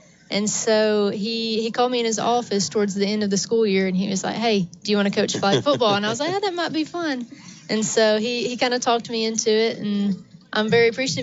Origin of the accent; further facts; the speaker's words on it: the South, United States; growing up in the South, everybody watches football.